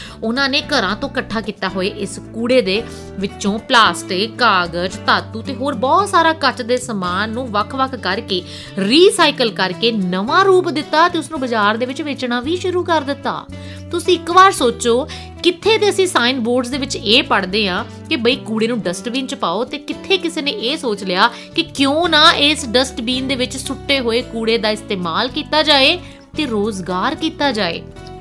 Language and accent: Punjabi; Punjab, India; ਜਦੋਂ ਅਸੀਂ ਪੰਜਾਬ ਤੋਂ ਹਿਮਾਚਲ ਵੱਲ ਘੁੰਮਣ ਜਾਂਦੇ ਹਾਂ